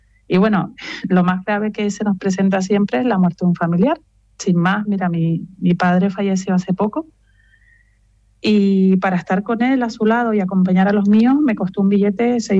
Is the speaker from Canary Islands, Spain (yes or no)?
yes; Canary Islands, Spain; now in Spain (mainland); Aquí somos muchos los canarios que vivimos en Península por numerosas razones, por trabajo, por matrimonio, por estudio.